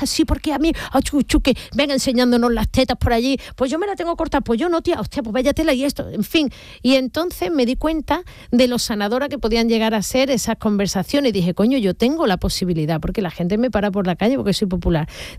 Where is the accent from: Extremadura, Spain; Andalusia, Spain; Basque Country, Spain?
Andalusia, Spain; Seville; Sí, yo soy sevillana, sevillana, sí, sí. Yo nací en la calle Miguel del Cid, ahí en San Lorenzo, sí, más o menos. Pero mis padres con 3 años se mudaron a San Diego, California, o sea que me he criado en la barriada de San Diego.